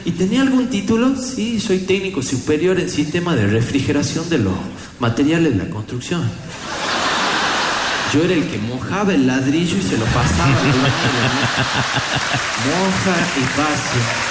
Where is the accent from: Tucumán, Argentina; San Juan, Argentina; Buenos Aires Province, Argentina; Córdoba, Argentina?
Tucumán, Argentina; Famaillá; Y yo me iba de Famaillá, mi pueblo, a Montero, que queda 15 kilómetros.